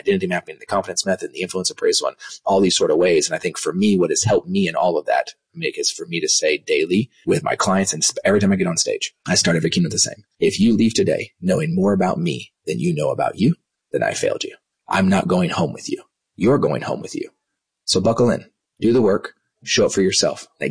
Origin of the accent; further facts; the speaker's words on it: Dallas, Texas, United States; also born or lived in Kansas; So I was born in 1983. I was born in Kansas. I only lived there for about a week. Came back to Dallas night